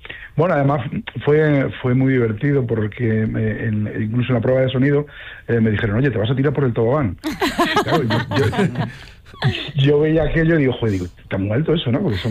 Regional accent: Daimiel, Castilla-La Mancha, Spain; Un queso manchego de mi pueblo, de Daimiel

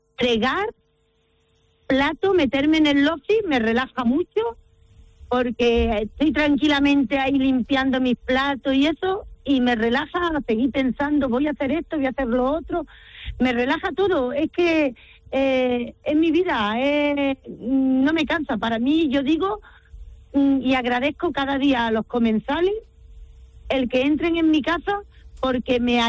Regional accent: Málaga, Andalusia, Spain; y de mi tierra, que no la puedo olvidar, claro, de mi Málaga natal no la puedo olvidar.

